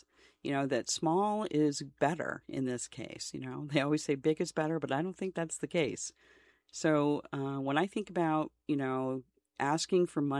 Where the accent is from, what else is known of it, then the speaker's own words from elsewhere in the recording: Vermont, United States; I'm from Vermont.